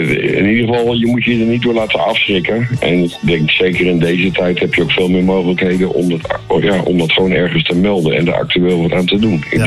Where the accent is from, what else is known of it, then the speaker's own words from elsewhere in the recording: Groningen, Netherlands; Ja, ik ben dan opgegroeid in Groningen.